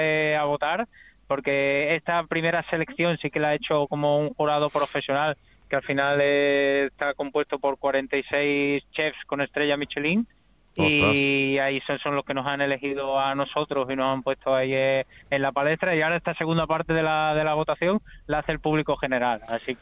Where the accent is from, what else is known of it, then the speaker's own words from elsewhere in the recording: Extremadura, Spain; Somos los únicos extremeños que estamos ahí